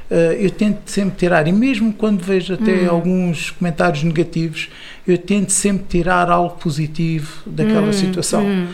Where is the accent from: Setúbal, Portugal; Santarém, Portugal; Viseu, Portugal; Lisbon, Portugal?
Setúbal, Portugal; Fernão Ferro; now in Quinta do Conde, Portugal; há 20 anos, final de 2005, início de 2006, mas já conheci a Quinta do Conde, que eu vivo, cresci aqui ao lado, em Fernão Ferro, e tinha uma grande parte dos meus amigos e a minha juventude também foi muito passada aqui na Quinta do Conde.